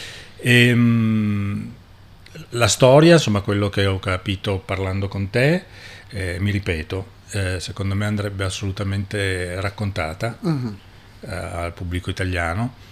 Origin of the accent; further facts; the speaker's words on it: Turin, Piedmont, Italy; io sono di Torino, ho una famiglia che è quasi tutti, direi il 99% tifano Toro